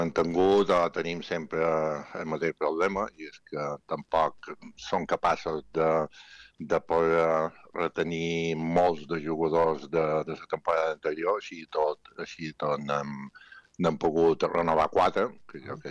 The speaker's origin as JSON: {"language": "Catalan", "region": "Balearic Islands", "country": "Spain", "said": "Jo som mallorquí"}